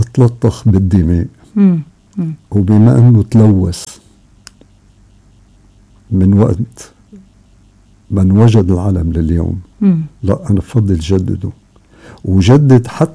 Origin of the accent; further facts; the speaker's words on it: Beirut, Beirut Governorate, Lebanon; أنا خلقت وربيت ببيت بشارع المعرض.